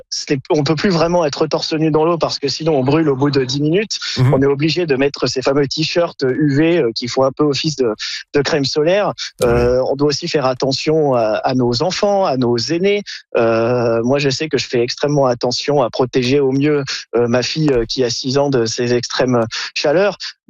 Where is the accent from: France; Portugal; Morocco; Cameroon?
France; moved away as an adult; now in Hungary; moi, en tant que Français installé en Hongrie